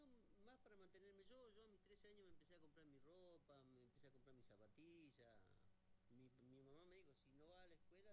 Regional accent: Centenario, Neuquén, Argentina; Nacido y criado en Centenario.

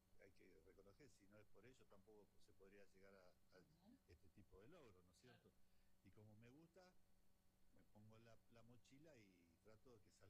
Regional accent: Junín de los Andes, Neuquén, Argentina; corremos acá en mi pueblo

